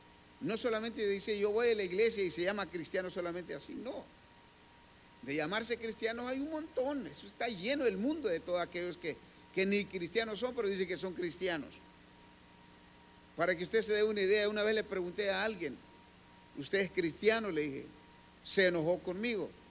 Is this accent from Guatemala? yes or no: yes; San Pedro Soloma, Huehuetenango, Guatemala; Yo soy de San Pedro Soloma.